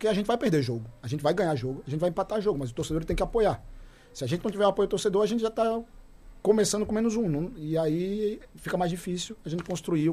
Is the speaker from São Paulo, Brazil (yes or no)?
no; Recife, Pernambuco, Brazil; Vou dar um exemplo para vocês. Eu venho de Recife.